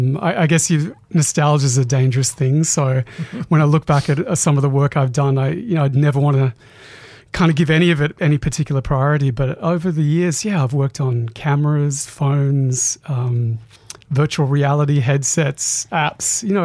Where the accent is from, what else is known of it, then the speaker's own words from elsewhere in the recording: Queensland, Australia; also born or lived in Kuranda / Mareeba; But honestly, I grew up mainly in North Queensland